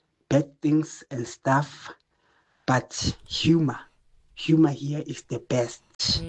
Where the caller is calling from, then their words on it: South Africa; I am proudly South African.